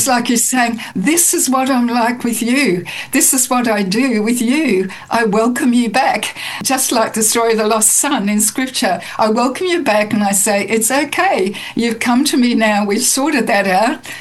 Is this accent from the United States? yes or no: no; Queensland, Australia; I grew up in Queensland here in Australia.